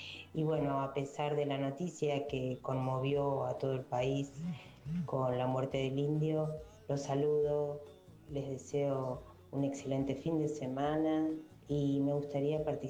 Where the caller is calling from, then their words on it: Buenos Aires, Argentina; de Floresta